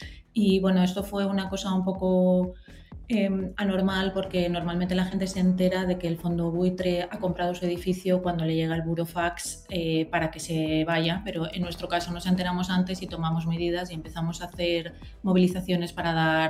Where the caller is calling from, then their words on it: Madrid, Community of Madrid, Spain; yo vivo en Tribulete 7